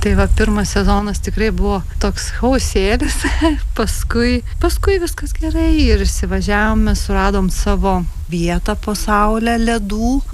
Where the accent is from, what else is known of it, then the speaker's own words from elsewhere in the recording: Samogitia, Lithuania; now in Zarasai, Lithuania; Ir pavyzdžiui, Zarasuose dabar tikrai vat, nu, visi mane žino, kad aš esu žemaitė.